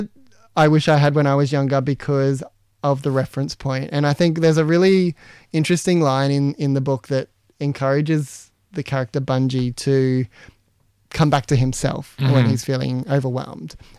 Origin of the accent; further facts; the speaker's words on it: Katherine, Northern Territory, Australia; I grew up off country in Catherine, and so my family's from New South Wales.